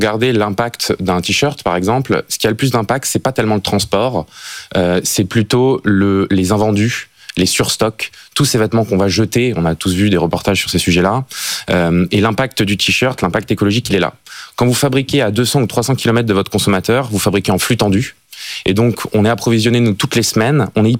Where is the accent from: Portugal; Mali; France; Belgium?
France; en tant que Français